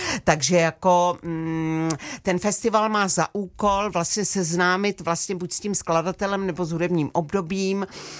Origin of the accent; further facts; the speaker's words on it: Chrudim, Pardubice Region, Czechia; Ano, já jsem rodačka z Chrudimě